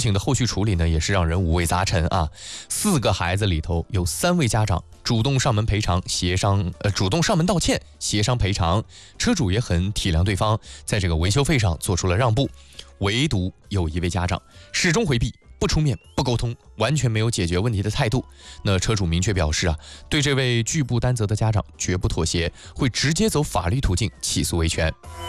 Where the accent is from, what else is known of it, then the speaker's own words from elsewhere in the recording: Kunming, Yunnan, China; moved away; 在我老家啊，云南昆明